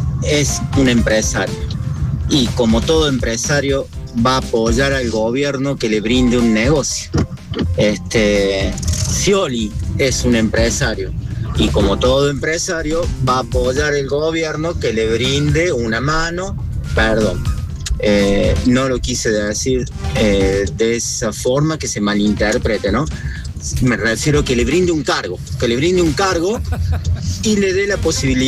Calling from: Córdoba, Argentina; Yo te escucho desde Córdoba capital. Directo desde el Remis, trabajando todavía.

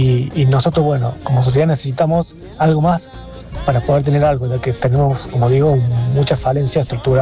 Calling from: Argentina

